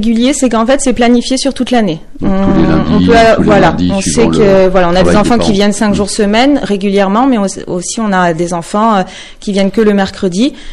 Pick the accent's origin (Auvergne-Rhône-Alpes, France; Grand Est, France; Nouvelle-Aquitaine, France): Grand Est, France; Mercy-le-Bas; Non, je suis pas originaire de Longuyon. Je suis originaire de Mercy-le-Bam.